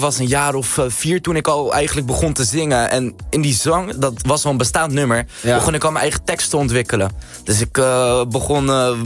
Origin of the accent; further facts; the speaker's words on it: Hoek van Holland, South Holland, Netherlands; Ik ben 16 jaar. Ik kom uit Hoek van Holland.